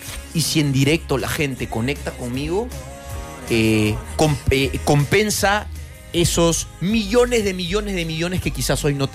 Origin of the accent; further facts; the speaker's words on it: Peru; now in Spain; si yo he llegado a España como peruano a tocar puertas